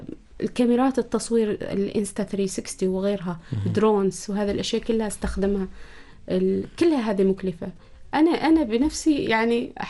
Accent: Oman; عندنا في سلطنة عمان

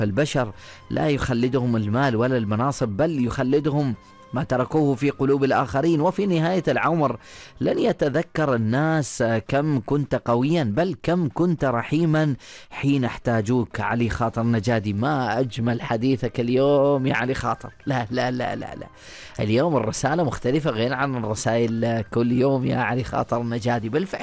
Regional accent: Oman; وهذا اللي تربينا فيه هنا في سلطنة عمان

